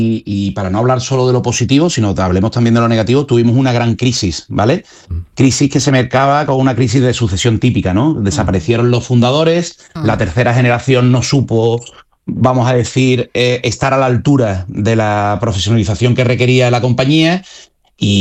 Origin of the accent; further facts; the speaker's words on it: Andalusia, Spain; para no contestar como un gallego, sino como un buen andaluz, diré, no voy a decir un depende, ¿no?